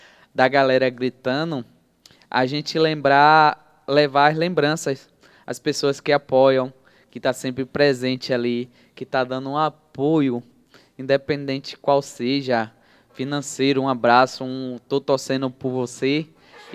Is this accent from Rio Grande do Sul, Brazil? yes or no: no; Maceió, Alagoas, Brazil; moved away; Maceió, minha cidade natal